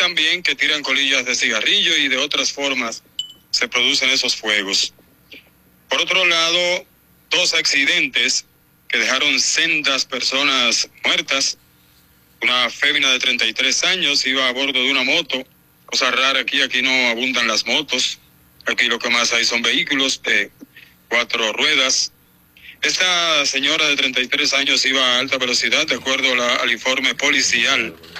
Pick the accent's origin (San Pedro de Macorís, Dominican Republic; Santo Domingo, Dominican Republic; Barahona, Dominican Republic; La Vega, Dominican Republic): San Pedro de Macorís, Dominican Republic; now in Puerto Rico; desde Puerto Rico para La Mañana 103, en mi pueblo querido, San Pedro de Macorís.